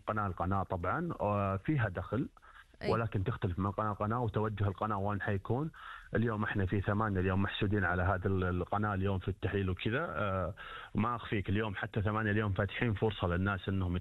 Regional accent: Saudi Arabia; عندنا في المملكة العربية السعودية

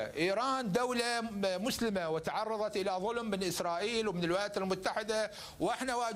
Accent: Iraq; نحن كعراقيين

